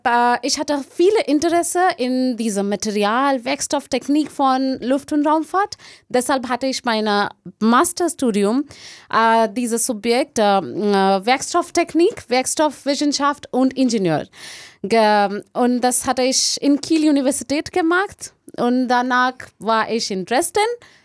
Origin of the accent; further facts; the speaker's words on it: India; German is a second language; hatte ich für mich diesen Kurs gesucht in einer anderen Stadt in Indien. Davor hatte ich auch von meiner Heimat, davor muss ich von meiner Heimat umsehen, so einen anderen Ort sehr weit weg.